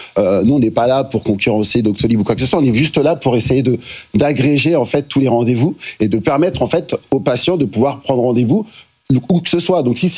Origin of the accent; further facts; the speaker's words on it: Lyon, Auvergne-Rhône-Alpes, France; Moi, je viens de Lyon, normalement dans cette région.